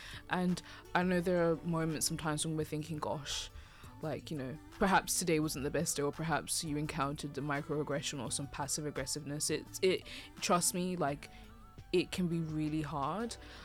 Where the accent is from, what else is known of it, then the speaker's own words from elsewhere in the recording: Zimbabwe; moved away; I'm from Southern Africa, I'm from Zim